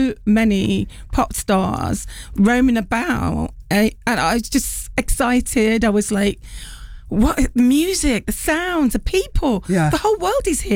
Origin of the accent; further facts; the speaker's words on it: Birmingham, West Midlands, United Kingdom; moved away as an adult; now in London, United Kingdom; I'm a Brummer.